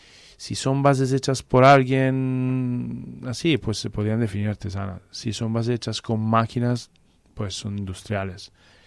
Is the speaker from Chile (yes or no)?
no; Piedmont, Italy; Spanish is a second language; Y, por ejemplo, de donde vengo yo, del Piemonte, se hace mucho, hay mucha carne, bueno, brasada, cocinada lentamente, estofados.